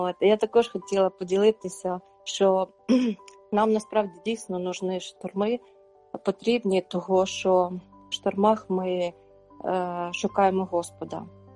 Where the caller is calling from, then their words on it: Norway; я з Норвегії.